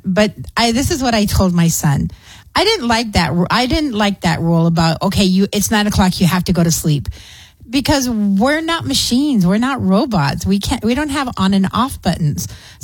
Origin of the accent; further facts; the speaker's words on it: Clint, Texas, United States; Growing up in Clint and, you know, just running around in the fields and on the dirt roads